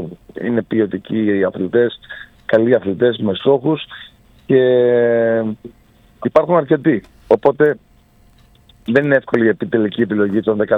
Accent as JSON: {"language": "Greek", "town": "Volos", "region": "Thessaly", "country": "Greece", "moved": "yes", "said": "Είμαι πολύ περήφανος που είμαι κατάγομαι το Βόλο."}